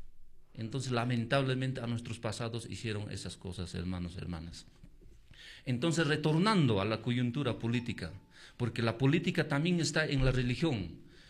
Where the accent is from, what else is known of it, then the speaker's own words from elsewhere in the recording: Peru; hermanos peruanos, hermanos tahuantinsuyanos, ¿por qué digo tahuantinsuyanos, hermanos? Porque lamentablemente somos descendientes de los incas